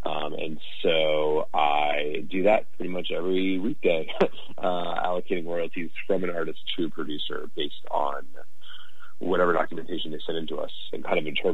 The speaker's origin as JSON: {"language": "English", "town": "Arlington", "region": "Virginia", "country": "United States", "said": "and I'm from Arlington, Virginia."}